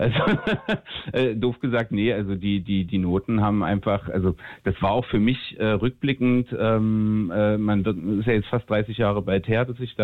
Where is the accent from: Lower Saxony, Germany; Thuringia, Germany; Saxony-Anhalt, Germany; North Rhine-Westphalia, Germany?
Saxony-Anhalt, Germany; Magdeburg; Als Magdeburger ist man da jetzt so, ne?